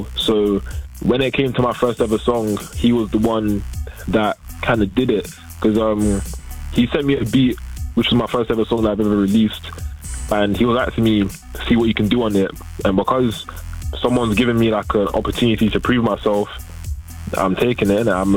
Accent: Nigeria; I'm Nigerian, so when I was growing up, it was a lot of like Afrobeats, Nigerian music

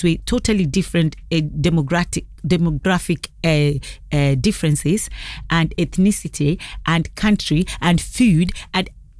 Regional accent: Kenya; moved away; I'm a Kenyan. I'm African.

